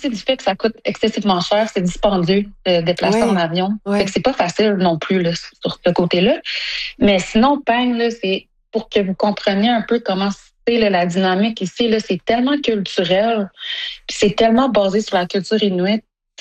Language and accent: French; Sept-Îles, Quebec, Canada; born or raised there; moved away as an adult